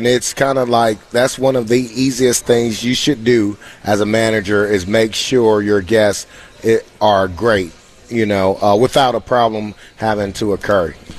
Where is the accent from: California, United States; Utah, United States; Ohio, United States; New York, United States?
Ohio, United States; Cleveland; now in White House, United States; I'm originally from Cleveland, Ohio. I came down to Tennessee in 1999.